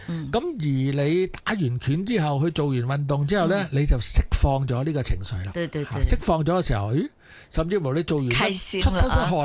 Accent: Guangdong, China; 系啊，讲我哋广东话就比较特别啲

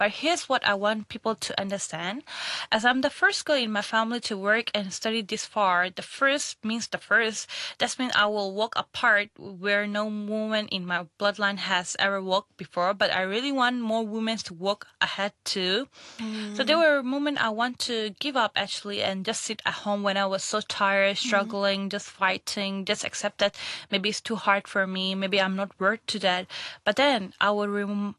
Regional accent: Hong Kong; growing up in Hong Kong as an ethnic minority

